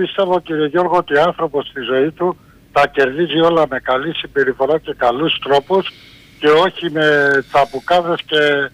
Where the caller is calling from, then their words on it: Acharnes, Attica, Greece; από Μενίδη.